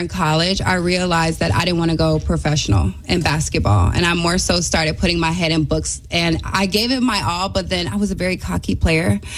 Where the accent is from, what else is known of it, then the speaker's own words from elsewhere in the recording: Vero Beach, Florida, United States; I'm from Vero Beach, Florida, and it's where the Dodgers used to spring train at.